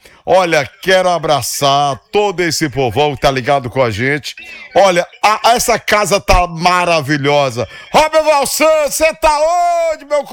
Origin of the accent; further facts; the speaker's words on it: Maranhão, Brazil; Eu comia no Maranhão, eu sou maranhense